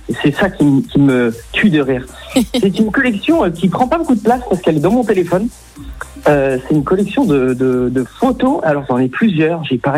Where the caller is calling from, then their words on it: Amsterdam, North Holland, Netherlands; J'habite à Amsterdam.